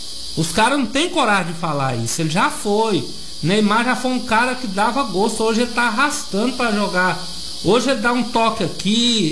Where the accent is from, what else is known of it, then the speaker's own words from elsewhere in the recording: Brazil; Ó, eu sou brasileiro, mas é só aqui no Brasil que tem isso.